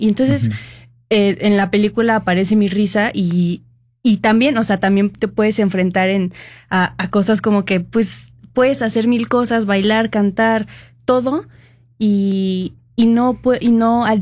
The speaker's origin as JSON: {"language": "Spanish", "region": "Mexico City", "country": "Mexico", "said": "nosotros que somos de Ciudad, bueno, algunos que somos de Ciudad de México, pues obviamente nuestra familia estaba ahí para apoyarnos"}